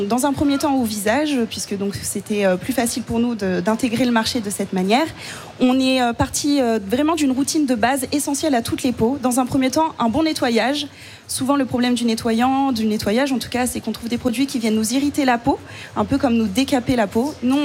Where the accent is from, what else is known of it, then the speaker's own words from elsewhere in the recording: Île d'Oléron, Nouvelle-Aquitaine, France; comme on vient de l'île d'Oléron à côté de La Rochelle